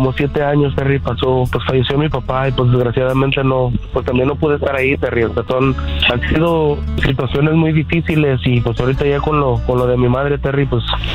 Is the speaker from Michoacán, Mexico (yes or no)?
yes; Michoacán, Mexico; nosotros vivimos, somos de Michoacán, teníamos unas tierras ahí con aguacates, siembra, y pues tú sabes, hay uno para lo que uno hace para sobrevivir ahí en México.